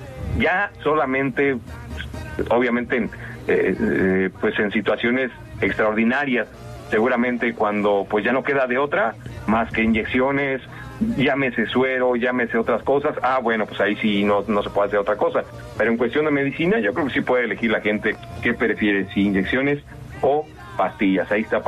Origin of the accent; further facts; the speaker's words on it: Mexico; born there; Ojalá, porque es un país al que yo amo, es un país donde yo nací